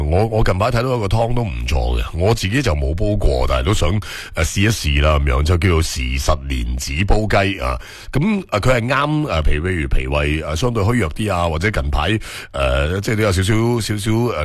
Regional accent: Guangdong, China; 我哋广东人有几多个唔识煲汤嘅

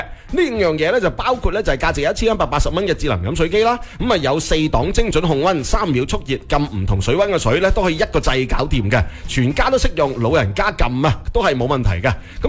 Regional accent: Guangdong, China; 我哋广东人或者佛山人

